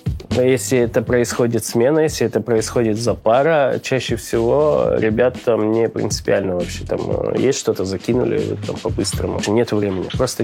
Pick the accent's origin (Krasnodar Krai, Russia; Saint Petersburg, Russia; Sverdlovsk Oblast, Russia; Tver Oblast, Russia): Krasnodar Krai, Russia; born there; Я родился на Кубани